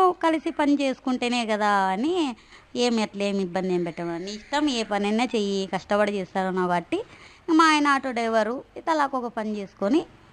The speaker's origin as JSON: {"language": "Telugu", "town": "Anantapur", "region": "Andhra Pradesh", "country": "India", "tie": "born or raised there", "said": "మా సొంత ఊరు ఇదే మేడం."}